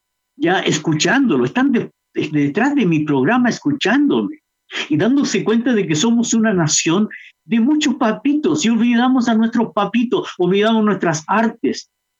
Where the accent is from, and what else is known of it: Chile; also born or lived in Buenos Aires